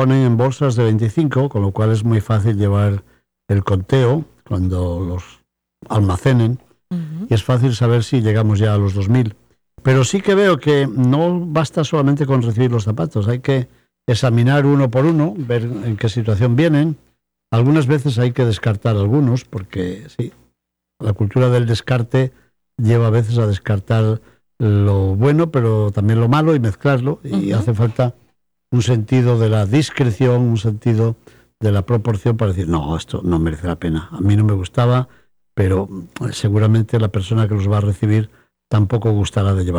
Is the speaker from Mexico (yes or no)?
no; Spain; moved away; pedir una oración por mi tierra, porque media España está ardiendo ahora mismo.